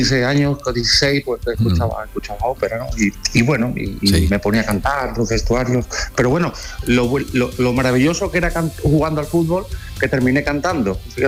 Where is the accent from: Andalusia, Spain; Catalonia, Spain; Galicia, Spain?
Andalusia, Spain; Jerez de la Frontera; sobre todo pues volver a mi tierra, Jerez de la Frontera, a mi casa